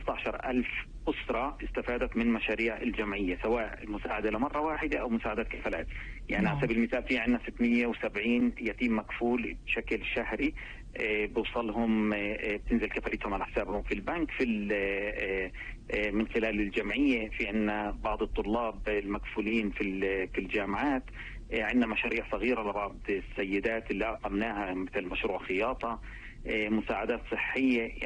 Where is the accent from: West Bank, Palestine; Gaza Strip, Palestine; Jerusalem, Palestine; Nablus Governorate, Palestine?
Jerusalem, Palestine; انا اصلا من القدس ومعظم المتبرعين من عندنا من القدس